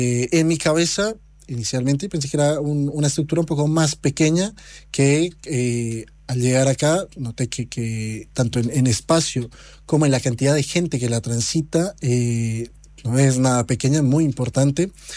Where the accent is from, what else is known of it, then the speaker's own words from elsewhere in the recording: Bogotá, Colombia; moved away as an adult; now in Salto, Uruguay; Yo vengo de Bogotá, 11 millones de habitantes, 11 kilómetros para ir de casa a la universidad, 2 horas en transporte público, 20 minutos en bici, a venir acá, que de casa que vivo a las afueras de Salto